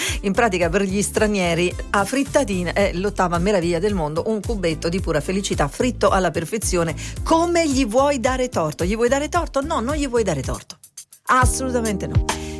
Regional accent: Naples, Campania, Italy; lo posso dire perché sono napoletana

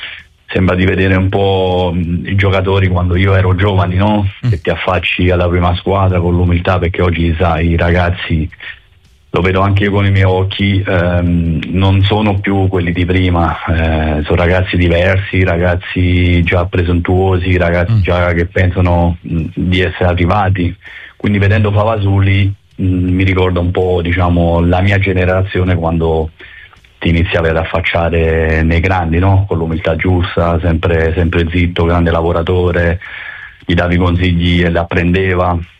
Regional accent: Naples, Campania, Italy; sono contento da napoletano che qualche ragazzo del settore giovanile, qualche napoletano veste la maglia della prima squadra, perché diciamo quando da napoletano giochi con quella squadra avverti un sapore diverso, no?

